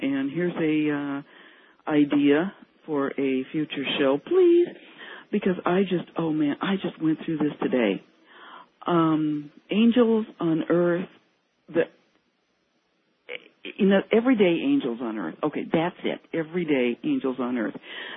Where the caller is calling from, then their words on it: Portland, Oregon, United States; I'm calling from Portland, Oregon.